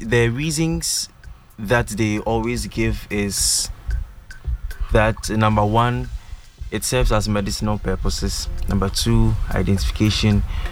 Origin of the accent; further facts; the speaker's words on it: Ghana; When you see me, you know I'm a Ghanaian.